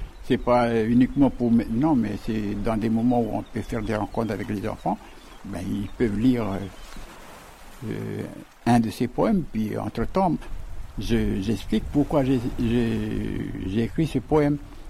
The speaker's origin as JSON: {"language": "French", "town": "Ouvéa", "region": "Loyalty Islands Province", "country": "New Caledonia", "said": "même si je suis loin d'Ouvéa, de ma tribu, ben, je donne quand même mon témoignage."}